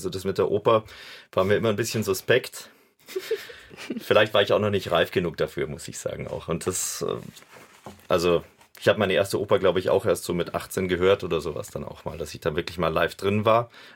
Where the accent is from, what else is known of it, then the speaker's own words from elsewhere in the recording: Bad Reichenhall, Bavaria, Germany; Dann war ich in so einem Amateurchor bei uns am Land in Bad Reichenhall eben.